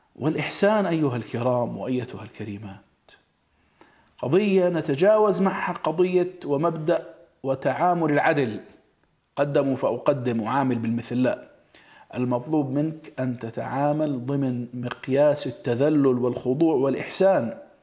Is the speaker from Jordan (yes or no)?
yes; Jordan; يعني البر والصلة والطاعة للوالدين من مميزات مجتمعنا الأردني بفضل الله تعالى.